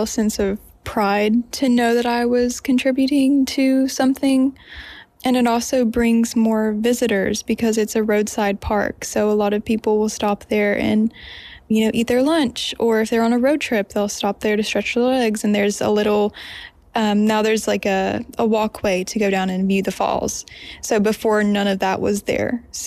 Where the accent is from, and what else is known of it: Boone County, West Virginia, United States; born or raised there